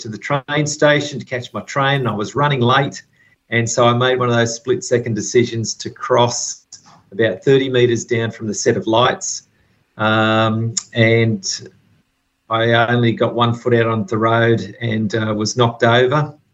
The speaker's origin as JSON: {"language": "English", "town": "Sydney", "region": "New South Wales", "country": "Australia", "tie": "born or raised there", "said": "I'm 53 and I grew up in Sydney"}